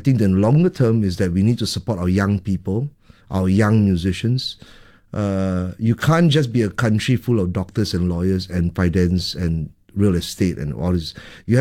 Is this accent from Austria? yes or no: no; Singapore; I mean, I'm Singaporean and growing up in Singapore, you know, when I was 16, as I said, you know, in church I learned music